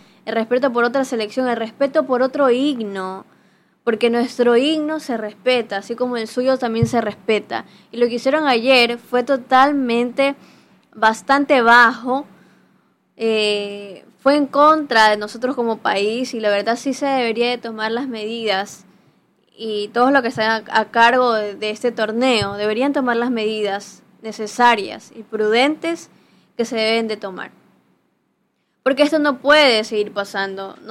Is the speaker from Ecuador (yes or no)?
yes; Ecuador; lo que nos pasó como ecuatorianos, y me incluyo